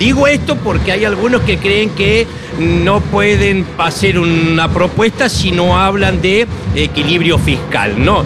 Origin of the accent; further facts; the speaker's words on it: Río Negro, Argentina; moved away as an adult; yo soy patagónico, rionegrino